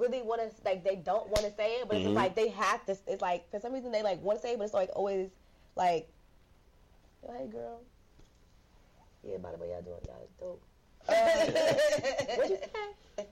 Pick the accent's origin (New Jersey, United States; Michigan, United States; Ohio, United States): New Jersey, United States; Hackensack; I'm from Hackensack.